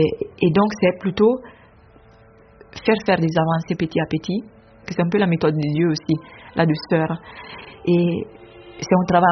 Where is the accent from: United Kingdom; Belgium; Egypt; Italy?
Italy; French is a second language; moved away as an adult; also born or lived in Haiti; now in Paris, France; Et je suis italienne et j'ai quitté l'Italie pour entrer dans la vie religieuse en 2008.